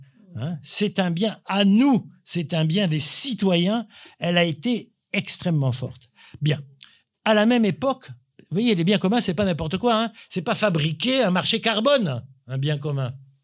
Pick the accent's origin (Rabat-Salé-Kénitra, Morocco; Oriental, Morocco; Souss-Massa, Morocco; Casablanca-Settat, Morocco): Rabat-Salé-Kénitra, Morocco; Rabat; Moi, je suis né au Maroc, à Rabat. Bon, j'ai habité plusieurs quartiers. Et à Rabat, on avait un quartier qui s'appelait Lagdal.